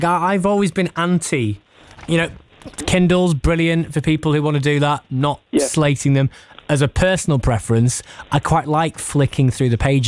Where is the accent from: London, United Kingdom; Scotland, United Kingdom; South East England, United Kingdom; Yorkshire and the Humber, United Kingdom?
Yorkshire and the Humber, United Kingdom; See, I'm not really a tea drinker, which is as a Yorkshireman at heart does cause some consternation, shall we say, in the family.